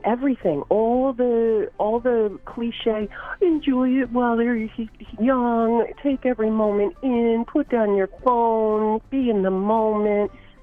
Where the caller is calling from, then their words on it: Lincolndale, New York, United States; Lincolndale, New York.